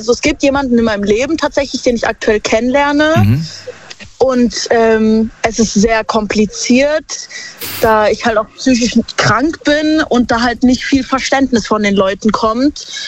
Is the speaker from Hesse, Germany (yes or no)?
no; Karlsruhe, Baden-Württemberg, Germany; komme aus Karlsruhe.